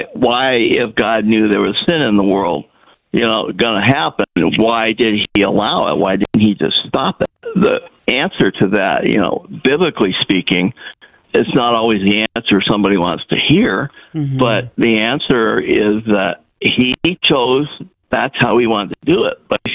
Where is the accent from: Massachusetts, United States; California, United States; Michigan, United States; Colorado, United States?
California, United States; Pasadena; now in North Dakota, United States; I grew up in Pasadena, California